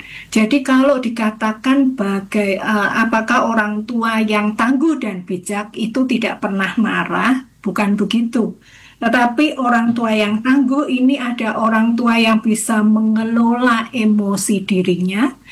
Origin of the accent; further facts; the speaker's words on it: Java, Indonesia; saya orang Jawa